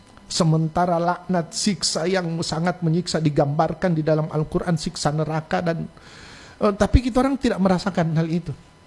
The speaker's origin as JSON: {"language": "Indonesian", "region": "Gorontalo", "country": "Indonesia", "said": "kita orang Gorontalo"}